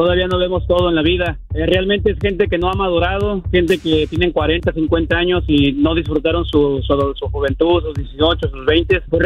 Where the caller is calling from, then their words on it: Bell Gardens, California, United States; soy el perro de Bell Gardens